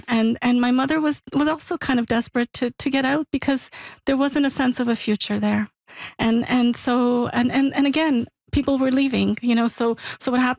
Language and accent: English; Montreal, Quebec, Canada; it's not enough to just say I'm Canadian, or I'm a Quebecer, or I'm a Montrealer, because there's always this huge part of who we are, of who I am, my family, that is rooted in that place, in that language.